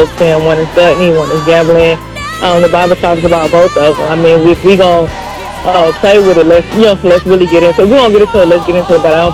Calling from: Atlanta, Georgia, United States; I'm calling from Atlanta, Georgia.

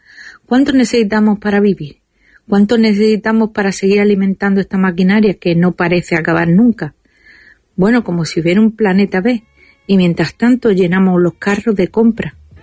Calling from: Málaga, Andalusia, Spain

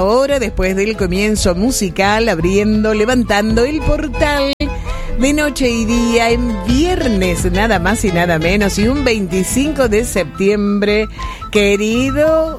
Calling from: Mendoza, Argentina; Hola, Sus … de Mendoza.

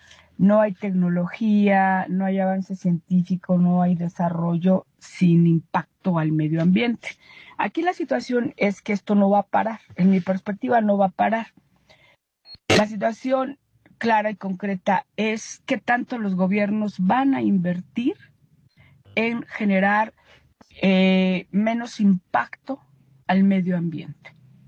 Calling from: Mexico City, Mexico; de Ciudad de México.

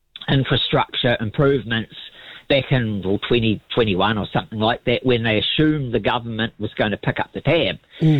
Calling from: Oamaru, Otago, New Zealand; I'm from Oamaru, so we're paying in the Waitaki District Council rates.

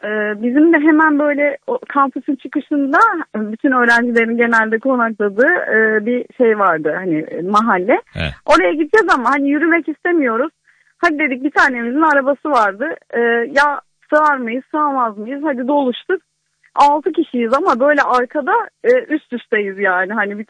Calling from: Antalya, Turkey; Antalya'dan arıyorum.

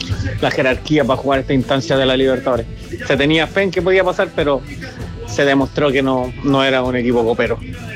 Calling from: El Bosque, Santiago Metropolitan Region, Chile; de la Comuna del Bosque.

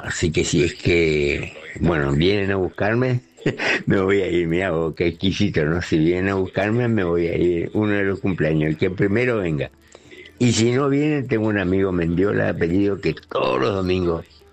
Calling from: Clorinda, Formosa, Argentina; acá en mi pueblo, en Clorinda

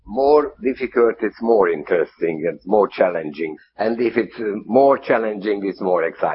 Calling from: Hungary; English is a second language; I am speaking from Hungary.

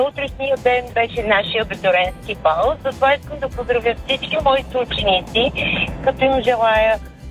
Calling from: Ruse, Ruse Province, Bulgaria; съм от Русе.

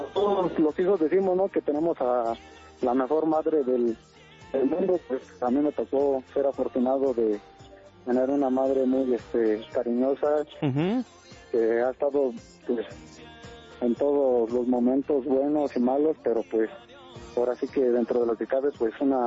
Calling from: Atlacomulco, State of Mexico, Mexico; De Atlacomulco, acá en el Estado de México.

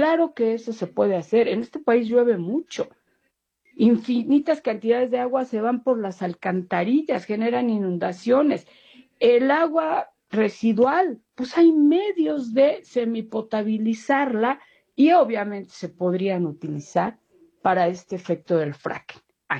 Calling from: Mexico City, Mexico; de Ciudad de México.

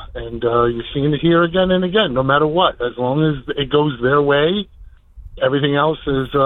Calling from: New York, United States; from New York.

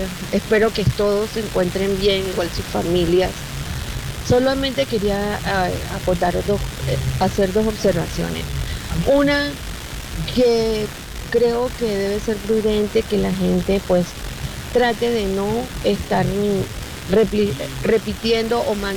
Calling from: Panamá Oeste, Panama; yo trabajo en la ciudad de Panamá, pero vivo en el oeste, en Brisas del Golden Reinhard.

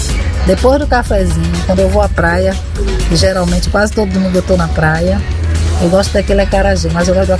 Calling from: Bahia, Brazil; Eu sou baiana, mas não gosto de pimenta. … de São Cristóvão.

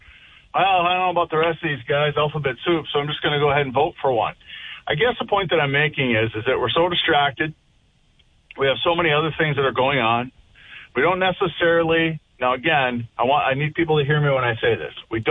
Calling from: Grand Forks, North Dakota, United States

